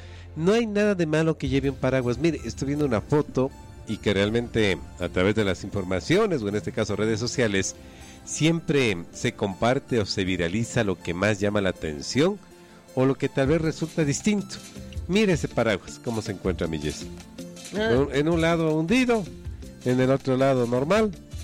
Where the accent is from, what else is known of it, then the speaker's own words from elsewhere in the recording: Quito, Pichincha, Ecuador; nosotros como quiteños y ecuatorianos